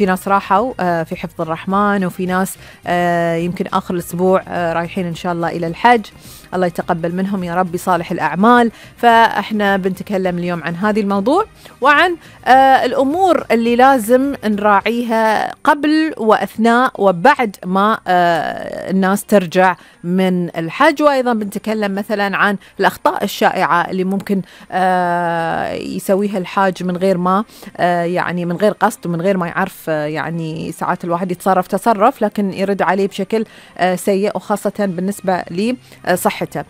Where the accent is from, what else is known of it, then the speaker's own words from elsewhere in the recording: Bahrain; البحرين ديرتنا